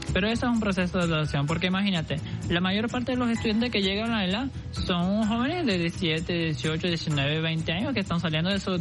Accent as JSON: {"language": "Spanish", "country": "Brazil", "said": "No soy venezolano. ¿De dónde eres? Soy de Brasil."}